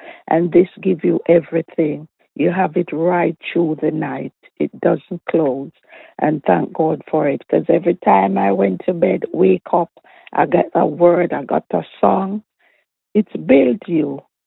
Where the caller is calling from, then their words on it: London, United Kingdom; I'm listening from London.